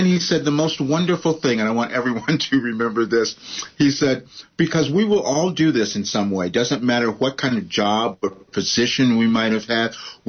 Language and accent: English; Chicago, Illinois, United States; I'm originally from Chicago, and I, you know, came up in a traditional kind of family